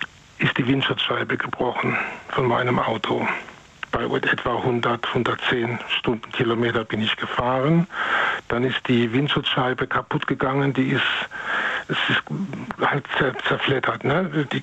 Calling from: North Rhine-Westphalia, Germany; aus dem Rhein-Sieg-Kreis.

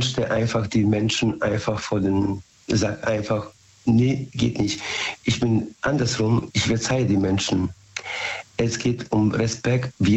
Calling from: Bad Godesberg, North Rhine-Westphalia, Germany; Aus Bad Godesberg. Haben wir schon gesprochen.

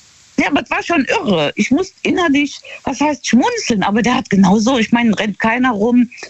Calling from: Trier, Rhineland-Palatinate, Germany; in der Nähe von Trier.

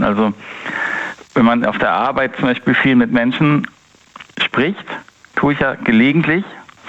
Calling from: North Rhine-Westphalia, Germany; Ich komme aus dem Rhein-Sieg-Kreis.

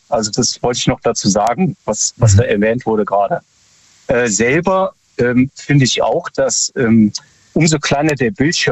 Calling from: Freiburg, Baden-Württemberg, Germany; Hallo, ich bin aus Freiburg.

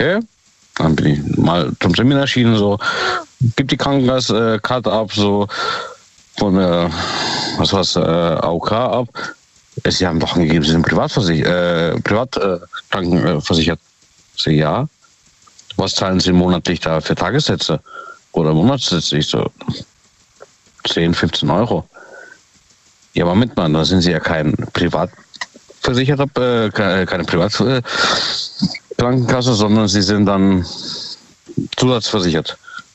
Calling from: Ottersweier, Baden-Württemberg, Germany; Aus Ottersweier.

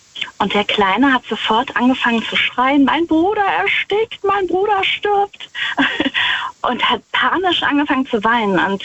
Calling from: Wittlich, Rhineland-Palatinate, Germany; Ich fahre gleich an der Abtei Himmerod vorbei. Ich bin aus der Nähe von Wittlich.

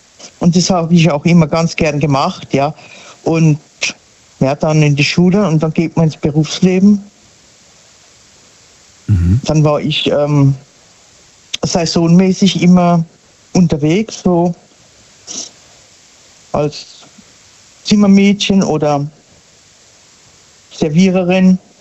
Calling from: Sinsheim, Baden-Württemberg, Germany; aus der Ecke Sinsheim.

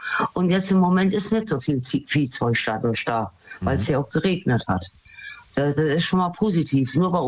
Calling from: Rhineland-Palatinate, Germany; Aus dem Westerwald.

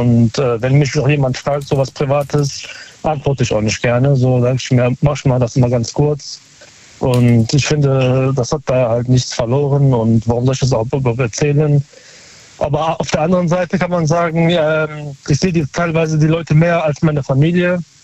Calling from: North Rhine-Westphalia, Germany; Aus Nähe Köln.

